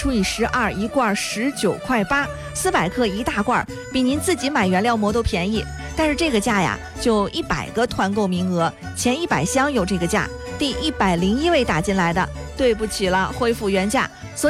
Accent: Henan, China; 咱们河南老家过去啊都烧地锅拉风箱

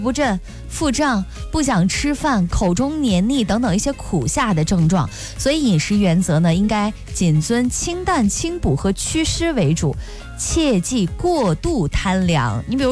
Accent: Henan, China; 咱河南人的餐桌上真的是少不了一些凉菜。

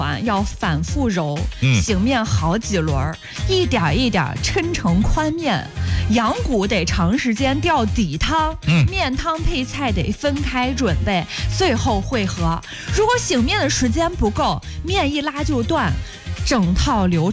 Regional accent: Henan, China; 在我们河南人看来

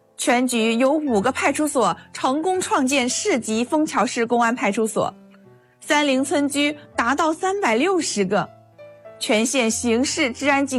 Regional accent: Shangcheng, Henan, China; 我的家乡商城县自然风光旖旎，人文历史荟萃，物产资源丰富，连续6年上榜全国最美丽县域榜单。

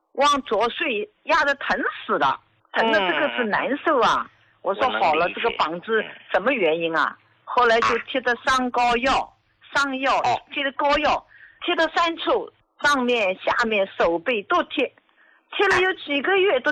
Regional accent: Jiangsu, China; 我今年73岁，我是江苏的。

